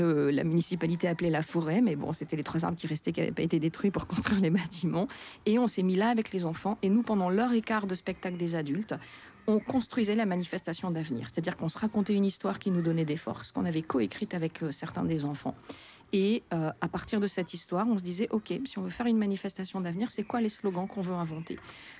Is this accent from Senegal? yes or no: no; Clermont-Ferrand, Auvergne-Rhône-Alpes, France; je viens de Clermont-Ferrand en France.